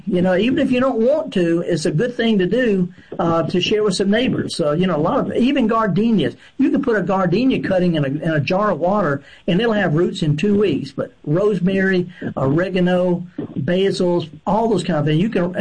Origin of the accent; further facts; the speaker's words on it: Mississippi, United States; I'm from the Delta, Woodville